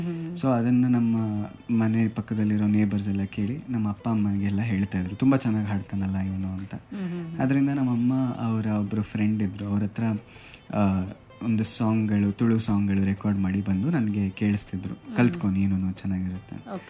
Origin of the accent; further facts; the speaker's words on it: Mangalore, Karnataka, India; ನಾನು ಮೂಲತಃ ಮಂಗಳೂರಿನವನು.